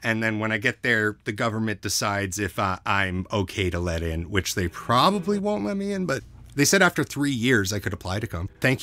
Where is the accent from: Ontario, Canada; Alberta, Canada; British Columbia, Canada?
British Columbia, Canada; Burnaby; I grew up in Burnaby, BC, outside of New Westminster. It's near Vancouver. It's all the same area.